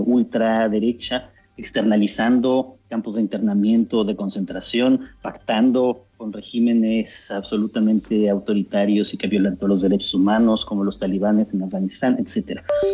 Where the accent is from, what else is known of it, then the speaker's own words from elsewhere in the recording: Mexico; aunque yo soy mexicano, aunque también sé español